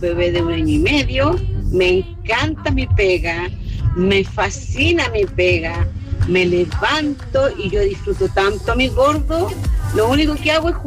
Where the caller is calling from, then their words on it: Maipú, Santiago Metropolitan Region, Chile; yo vivo en Maipú y mi pega queda en Maipú.